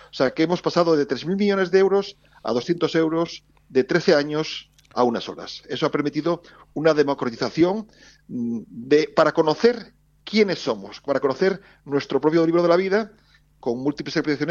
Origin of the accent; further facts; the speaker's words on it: Asturias, Spain; Gracias por esas gaitas que me han emocionado como asturiano.